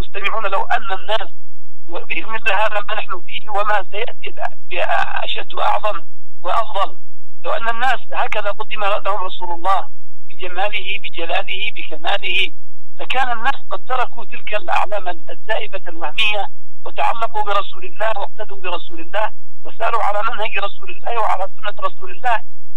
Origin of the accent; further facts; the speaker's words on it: Yemen; نحن كشعب يمني